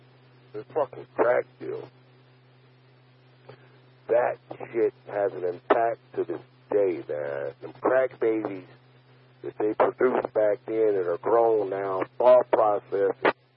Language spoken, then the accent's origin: English; Los Angeles, California, United States; growing up in South Central.